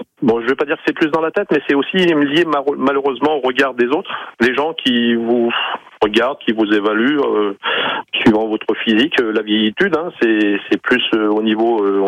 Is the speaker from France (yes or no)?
yes; Grenoble, Auvergne-Rhône-Alpes, France; moved away as an adult; now in Besançon, France; Alors maintenant, j'habite à Besançon, mais je suis un grenoblois, fidèle grenoblois. J'ai vécu des dizaines d'années à Grenoble.